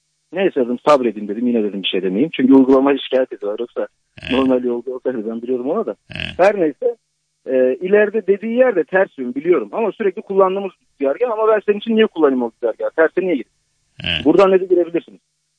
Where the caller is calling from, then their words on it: Istanbul, Turkey; ben de İstanbul'dan arıyorum.